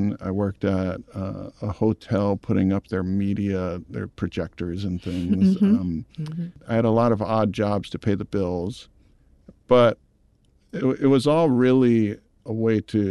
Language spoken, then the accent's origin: English; Maui, Hawaii, United States; I grew up on Maui. I didn't realize how sheltered I was until I was working at that group home.